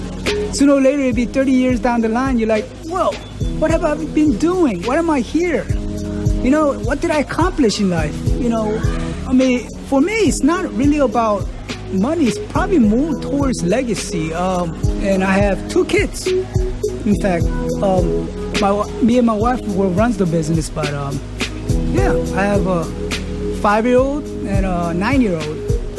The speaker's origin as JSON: {"language": "English", "country": "South Korea", "moved": "yes", "said": "We're from Korea, I'm kind of like in a culture where, you know, family's first concept."}